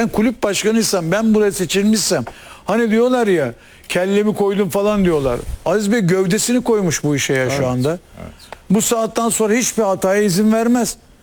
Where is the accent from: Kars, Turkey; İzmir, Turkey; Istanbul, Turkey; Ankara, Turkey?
İzmir, Turkey; Göztepe seyircisi çok vefakar bir seyircidir. Bir İzmirli olarak söylüyorum.